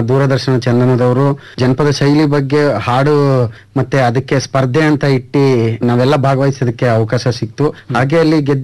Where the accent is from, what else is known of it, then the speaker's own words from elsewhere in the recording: Bigowdigere, Karnataka, India; Sir, Mandya ಜಿಲ್ಲೆ, ಮಂಡ್ಯ ತಾಲೂಕು, ಬಿಗೌಡಿಗೆರೆ ಗ್ರಾಮದ sir.